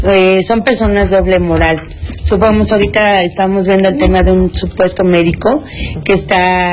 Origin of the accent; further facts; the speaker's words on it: Monterrey, Nuevo León, Mexico; now in Mexico City, Mexico; Nosotros de la Ciudad de México, yo soy de Monterrey.